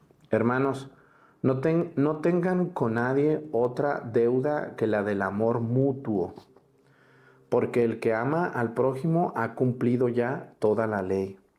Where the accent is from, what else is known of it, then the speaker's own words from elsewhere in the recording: Mexticacán, Jalisco, Mexico; born there; hoy es la fiesta en mi pueblo, en Mexticacán.